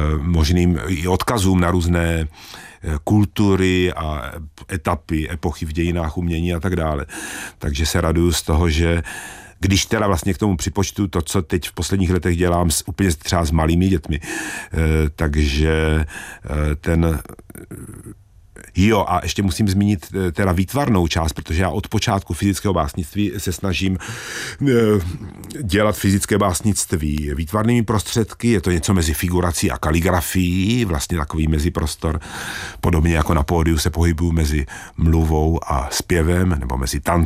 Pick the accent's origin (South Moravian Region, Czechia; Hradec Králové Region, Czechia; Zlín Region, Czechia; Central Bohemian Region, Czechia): South Moravian Region, Czechia; Brno; Jsem teda z Brna